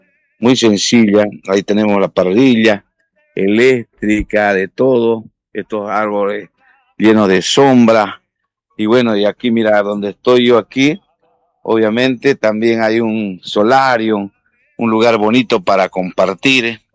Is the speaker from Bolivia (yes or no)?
yes; Bolivia; Obviamente, cada migrante boliviano